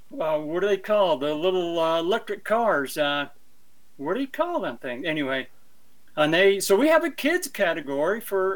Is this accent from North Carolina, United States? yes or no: no; Salt Lake City, Utah, United States; also born or lived in Taylorsville, Utah; I was born in Salt Lake City.